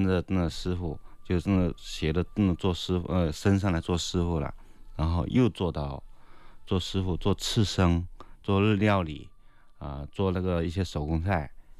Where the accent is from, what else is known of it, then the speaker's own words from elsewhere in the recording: Jiangxi, China; moved away; also born or lived in Fujian; 嗯，然后我现在回去，人家都不感觉我是江西人。